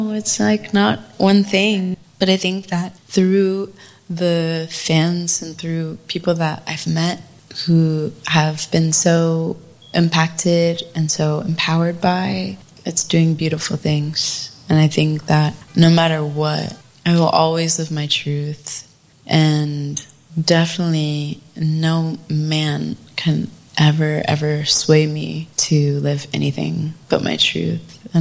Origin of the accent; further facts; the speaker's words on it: the South, United States; growing up in the South, my mom being white, my dad being Black, and growing up interracial